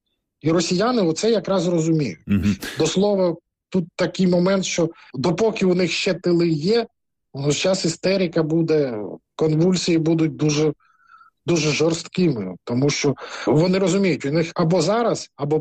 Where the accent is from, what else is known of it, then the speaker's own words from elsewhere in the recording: Crimea, Ukraine; Ну, ми, кримчани, кримські експерти, ще з 2014 року казали